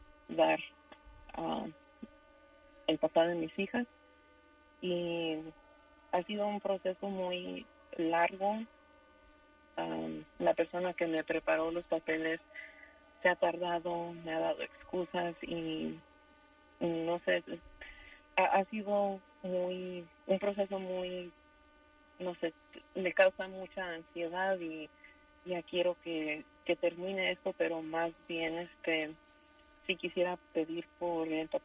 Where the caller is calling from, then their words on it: California, United States; hablo de California.